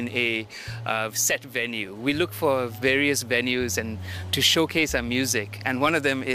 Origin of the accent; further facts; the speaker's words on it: Singapore; we're born and raised in Singapore